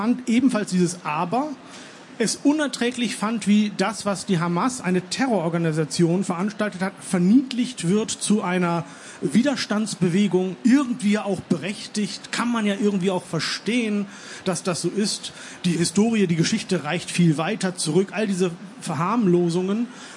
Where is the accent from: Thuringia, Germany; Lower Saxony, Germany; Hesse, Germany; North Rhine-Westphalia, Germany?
Lower Saxony, Germany; Hollern-Twielenfleth; meine Eltern sind in den 80er Jahren in diesem kleinen Dorf Hollern-Twillenfleet, in dem ich groß geworden bin, das sehr evangelisch-lutherisch ist, konvertiert.